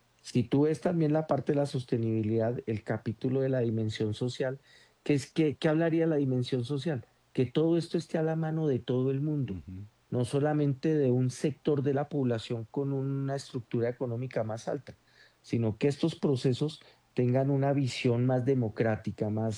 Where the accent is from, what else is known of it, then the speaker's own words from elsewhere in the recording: Colombia; para nosotros como colombianos.